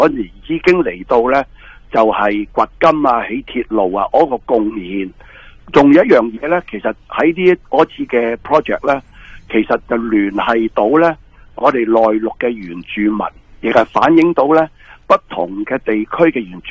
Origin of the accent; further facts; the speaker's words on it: Canada; 其实都系我哋加拿大人。